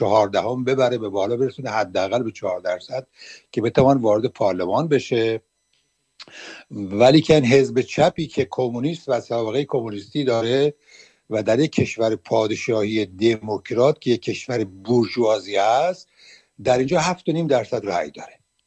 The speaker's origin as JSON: {"language": "Persian", "country": "Iran", "moved": "yes", "said": "ما که دین نداریم، ما ایرانی ها دیگه از این اسلام چنان زده شدیم که اگرم قرار باشه گرایش دینی داشته باشیم، یا گرایش زرتشتی یا گرایش میترایی و از این چیزا، گرایش ایران باستان هست"}